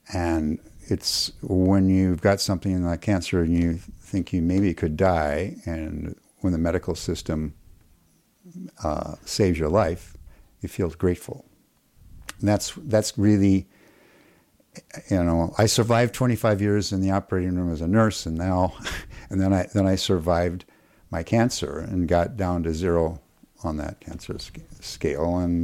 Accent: Minnesota, United States; I came from the Twin Cities, was born in the Twin Cities.

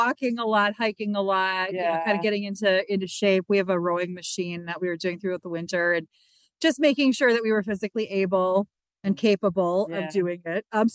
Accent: Minocqua, Wisconsin, United States; And we're from Minocqua, Wisconsin.

